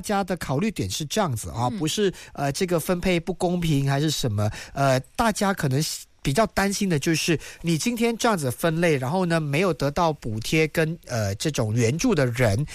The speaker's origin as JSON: {"language": "Chinese", "country": "Malaysia", "said": "因为我们都是马来西亚人嘛。"}